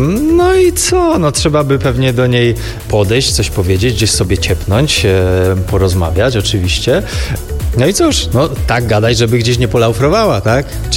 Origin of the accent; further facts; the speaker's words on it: Greater Poland Voivodeship, Poland; accent: Greater Poland singsong (zaśpiew wielkopolski), Poznań dialect; o nas się mówi, że mamy coś takiego jak zaśpiew wielkopolski, czyli że charakterystycznie przeciągamy końcówki słów